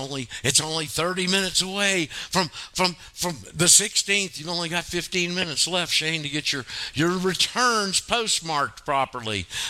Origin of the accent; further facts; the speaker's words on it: Florida, United States; moved away; also born or lived in Georgia; I'm from Florida originally and spent a lot of time there flipping back and forth between Florida and Georgia. And I was up in Atlanta